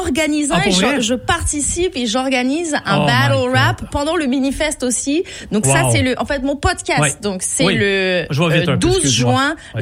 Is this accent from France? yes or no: yes; France; je pense que c'est parce que je suis française.